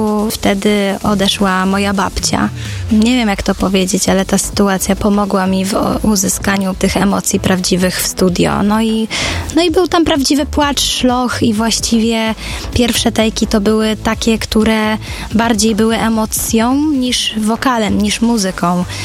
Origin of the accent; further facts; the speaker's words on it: Sieradz, Łódź Voivodeship, Poland; born there; moved away; Ogólnie pochodzę z Sieradza. Tam uczyłam się śpiewać od 5 roku życia.